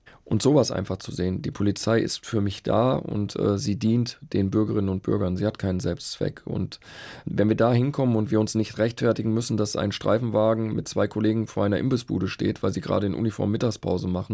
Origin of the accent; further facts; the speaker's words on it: North Rhine-Westphalia, Germany; Ich bin in Nordrhein-Westfalen aufgewachsen, deswegen mit WDR 4.